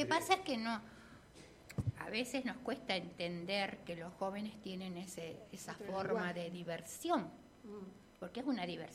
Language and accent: Spanish; Río Negro, Argentina; Yo soy rionegrina, ¿no? De acá.